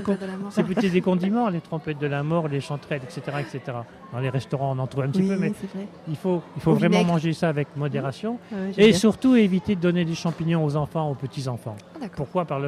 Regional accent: Grand Est, France; now in Gap, France; moi, je suis lorrain. Donc, en Lorraine, on a un nom.

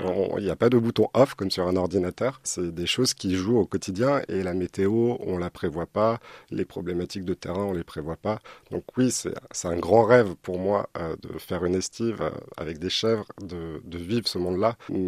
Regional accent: Annecy, Auvergne-Rhône-Alpes, France; also born or lived in Lyon; J'ai grandi à Annecy, mais je suis parti 10 ans à Lyon pour travailler. Et en revenant sur Annecy

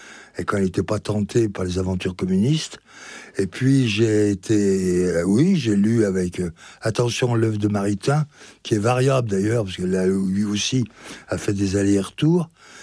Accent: Belley, Auvergne-Rhône-Alpes, France; je suis chez moi à Belley

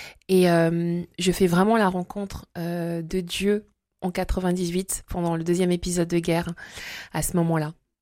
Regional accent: Brazzaville, Republic of the Congo; born or raised there; also born or lived in Belgium

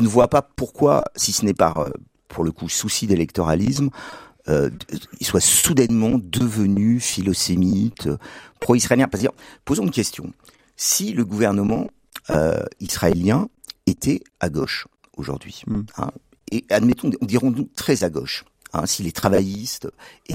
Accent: Auvergne-Rhône-Alpes, France; je suis ardéchois. Donc je viens de Privas, je viens d'un petit village à côté de Privas.

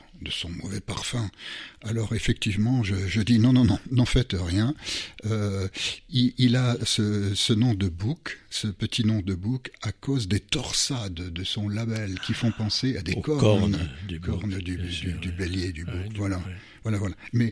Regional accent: Grand Est, France; first language Luxembourgish (Moselle Franconian); French is a second language; Je suis au sud de Metz, dans l'ancien canton de Pange, au bord de la rivière délicieusement nommée l'Agnée française.

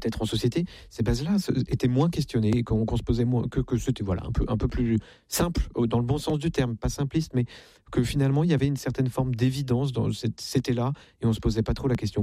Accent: Versailles, Île-de-France, France; born there

